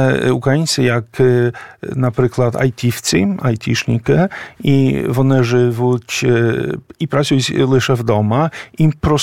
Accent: Poland; але я поляк, вони були поляки, римокатолики, тобто в мене немає жодної ідентичності української, я просто поляк, який живе тут у Варшаві

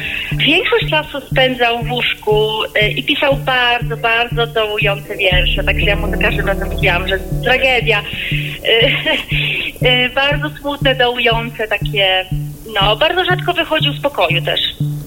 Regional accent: Nowy Sącz, Lesser Poland, Poland; moved away; also born or lived in Warsaw; Ja pochodzę z Nowego Sącza, wyjechałam do Warszawy.

